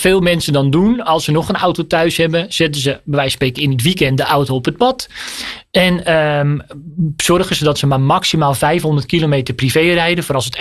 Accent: North Holland, Netherlands

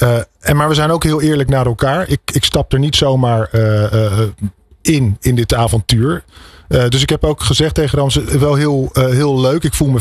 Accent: Amsterdam, North Holland, Netherlands; Ja, het is toch, wij komen uit Amsterdam.

